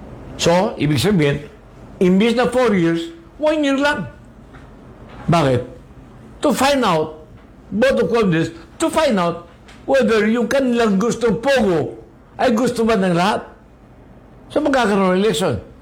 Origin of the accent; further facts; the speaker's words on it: Zamboanga del Sur, Philippines; For example, ako taga Zamboanga del Sur.